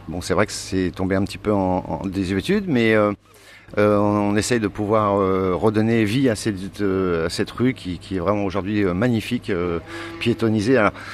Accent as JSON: {"language": "French", "town": "Rouen", "region": "Normandy", "country": "France", "tie": "born or raised there"}